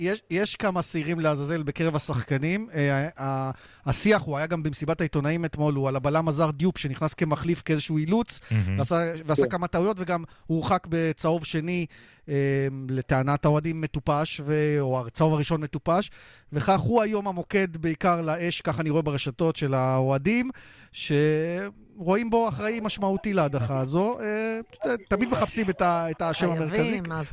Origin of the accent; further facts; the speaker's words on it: Beersheba, Southern District, Israel; אני באר שבע מקור, גדלתי ביציא ועשר ביל.